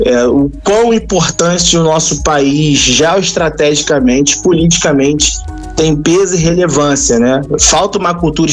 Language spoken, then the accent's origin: Portuguese; Brazil; Nós somos brasileiros